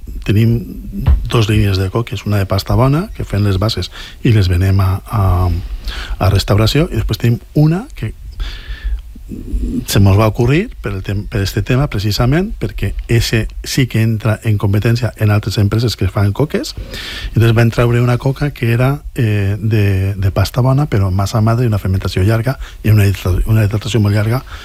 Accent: Oliva, Valencian Community, Spain; Oliva és un potencial gastronòmic. O sea, jo... amb el meu poble.

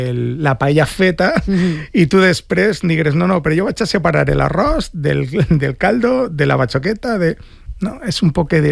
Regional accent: Alzira, Valencian Community, Spain

